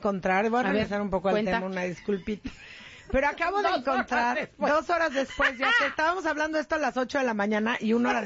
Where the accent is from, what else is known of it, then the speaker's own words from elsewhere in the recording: Mexico; Muy feliz de tener mi sangre indígena. Pero somos una gran combinación. Dejémonos de estupideces, que si españoles, que si indígenas. ¡Somos mexicanos, señoras y señores!